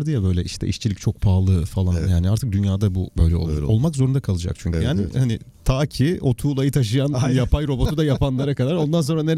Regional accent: İzmir, Turkey; Ya evet, mesela ben İzmirliyim, Urla'ya gidiyorum arasında mesela.

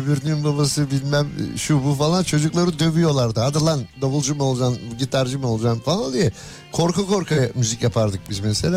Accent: Izmir, İzmir, Turkey; born there; ben çocukluğumu hatırlıyorum. Babam Karşıyaka'da, anne baba hep beraber yürüyüşe çıkardık Karşıyaka'yı, Yalı'da böyle.

